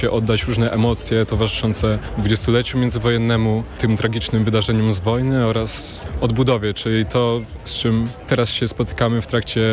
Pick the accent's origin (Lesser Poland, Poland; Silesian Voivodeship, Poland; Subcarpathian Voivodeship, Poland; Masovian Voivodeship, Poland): Masovian Voivodeship, Poland; Warsaw; jako że mieszkam w Warszawie, wychowałem się w Warszawie.